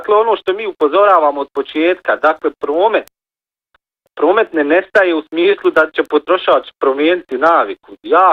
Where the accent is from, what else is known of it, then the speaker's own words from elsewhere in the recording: Kakanj, Federation of Bosnia and Herzegovina, Bosnia & Herzegovina; evo ja dolazim iz Kaknja i kod nas u Kaknju